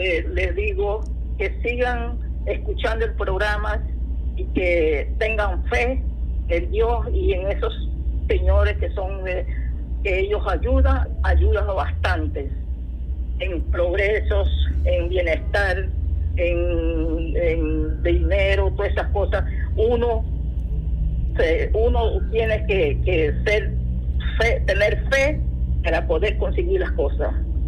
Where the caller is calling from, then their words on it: Arraiján, Panamá Oeste, Panama; De Arreján.